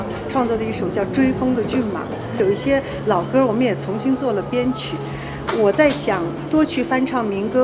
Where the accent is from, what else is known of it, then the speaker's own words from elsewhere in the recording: Hohhot, Inner Mongolia, China; moved away; 我有11年没有来到我们家乡呼和浩特办演唱会